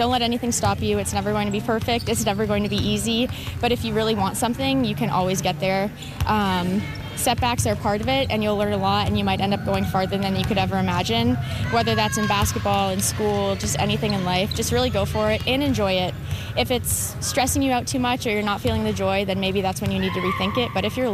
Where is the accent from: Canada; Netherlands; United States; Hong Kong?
Canada; Toronto, Ontario; moved away; I grew up in Toronto